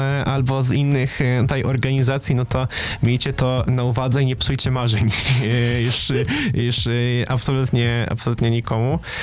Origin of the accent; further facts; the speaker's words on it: Toruń, Kuyavian-Pomeranian Voivodeship, Poland; U mnie w Toruniu